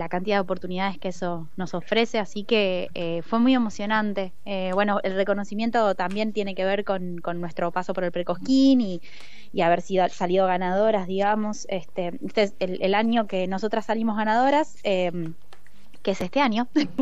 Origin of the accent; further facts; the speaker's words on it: La Plata, Buenos Aires Province, Argentina; ambas somos platenses